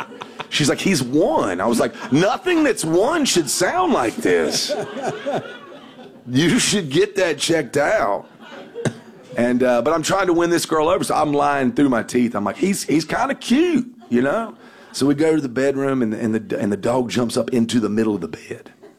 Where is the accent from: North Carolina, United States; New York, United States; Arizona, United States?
North Carolina, United States; Where I'm from, I'm a redneck from North Carolina. You don't keep dogs in your house.